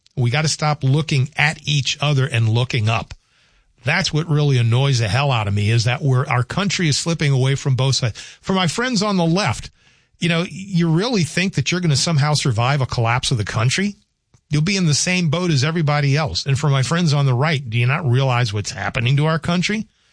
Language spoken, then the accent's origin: English; Louisiana, United States; That's the plan. I'm from Louisiana. And, all the dead people vote.